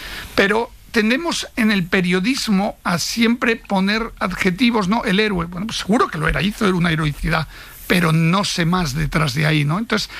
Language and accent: Spanish; Spain; moved away; also born or lived in Italy; No, no creo que vaya a volver a España. Yo soy también italiano, mi mujer es italiana, probablemente.